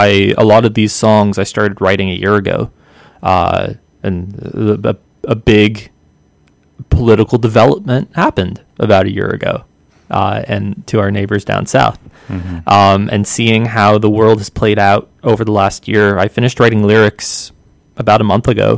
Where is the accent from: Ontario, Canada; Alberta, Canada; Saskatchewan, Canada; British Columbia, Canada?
Ontario, Canada; Newcastle; the town that I grew up in. This small, it's not even considered a town, it's considered a village. A population of under 10,000 people.